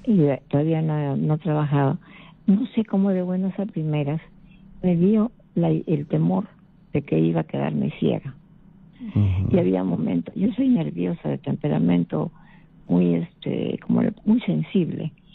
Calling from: Lima, Peru; Yo hablo de Chorrillos.

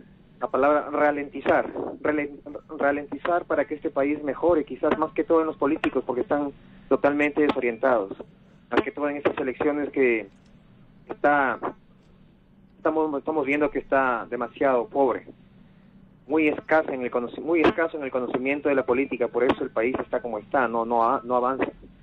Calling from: Piura, Peru; De Piura, Padre Malca, buenos días.

